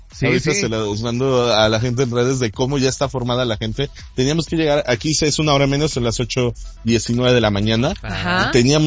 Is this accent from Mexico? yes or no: yes; Mexico; Somos los únicos mexicanos que vamos a tener acceso a esa alfombra.